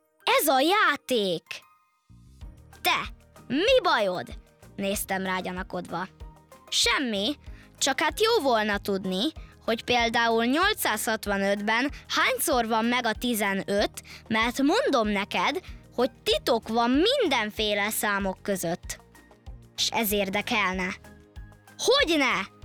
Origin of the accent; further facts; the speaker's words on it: Várpalota, Veszprém County, Hungary; Várpalotáról jöttem, 8 éves vagyok.